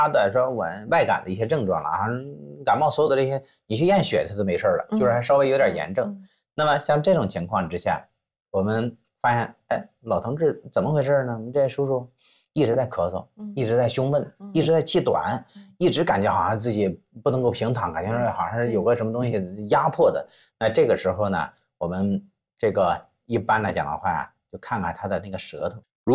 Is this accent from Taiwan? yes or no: no; China; 这就是我们中国人经常讲说，哎，此人食古不化。